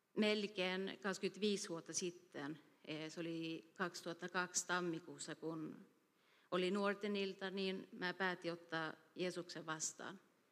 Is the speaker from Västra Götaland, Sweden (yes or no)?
yes; Borås, Västra Götaland, Sweden; Olen kasvanut Borosissa, ja monet eivät tietää sen, että olen täällä syntynyt.